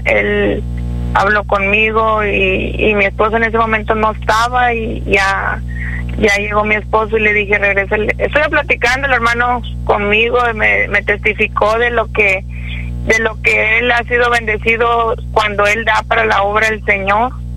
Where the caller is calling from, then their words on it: Díaz Ordaz, Mexico; Soy de Díaz Ordaz, hermano.